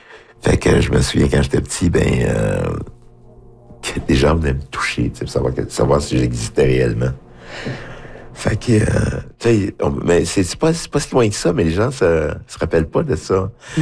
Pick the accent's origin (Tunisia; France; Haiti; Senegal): Haiti; Je dis « Oui, je viens d'Haïti, mais je suis en Haïti, mais qu'est-ce que ça veut dire? C'est quoi? C'est quoi Haïti? »